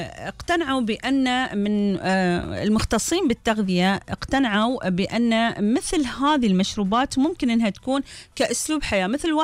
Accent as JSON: {"language": "Arabic", "country": "United Arab Emirates", "said": "بس في ترند جديد بعده يعني موجود بس مش عندنا في الإمارات ولا بدول الخليج"}